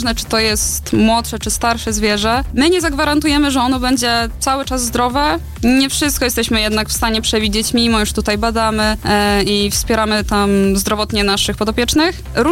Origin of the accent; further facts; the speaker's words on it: Podlaskie Voivodeship, Poland; accent: Suwałki; now in Toruń, Poland; Pochodzę z małej wsi na Suwalszczyźnie. Nie jest to Podlasie, jest to województwo podlaskie, ale nie zaciągam gwarą taką typowo podlaską. Miałam swoją taką suwalską, czego już nie słychać.